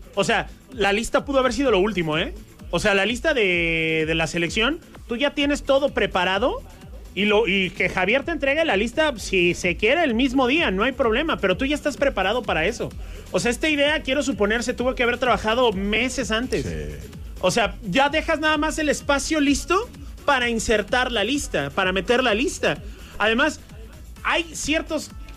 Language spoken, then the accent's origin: Spanish; Mexico; México también. O sea, tenemos una cultura milenaria.